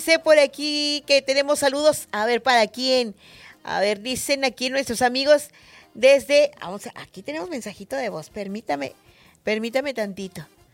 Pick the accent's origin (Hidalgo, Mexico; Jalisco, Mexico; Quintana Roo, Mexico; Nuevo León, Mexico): Quintana Roo, Mexico; Chetumal; Bueno, pues nosotros somos de aquí, de Chetumal. Estamos transmitiendo completamente en vivo desde Chetumal, capital del estado de Quintana Roo.